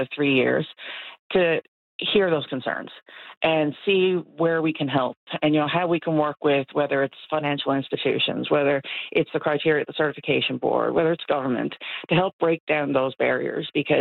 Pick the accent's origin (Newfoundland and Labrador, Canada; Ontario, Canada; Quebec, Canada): Newfoundland and Labrador, Canada; Bonavista; I grew up around Bonavista